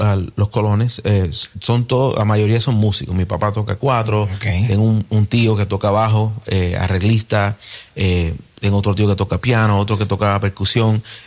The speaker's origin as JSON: {"language": "Spanish", "town": "Trenton", "region": "New Jersey", "country": "United States", "tie": "born or raised there", "also_born_or_lived": "Pennsylvania", "said": "No, yo soy puertorriqueño, pero nací en Pensilvania. Nací en Pensilvania y me crié en New Jersey. A los días cruzaron el puente y me llevaron a Trenton, New Jersey."}